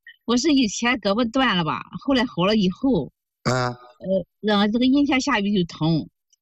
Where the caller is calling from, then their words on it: Shandong, China; 我们是老乡，我是山东的，